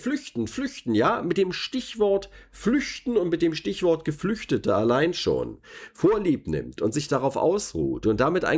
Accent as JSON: {"language": "German", "region": "Berlin", "country": "Germany", "said": "was uns denn als Berliner so umgibt."}